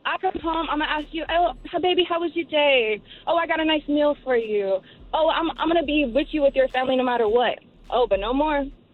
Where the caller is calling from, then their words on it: Huntington Beach, California, United States; I'm calling from the OC. I'm from Huntington.